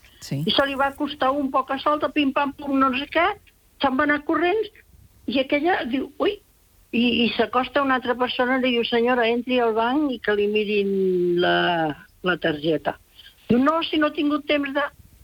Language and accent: Catalan; Barcelona, Catalonia, Spain; però sóc de Barcelona, no de Piera.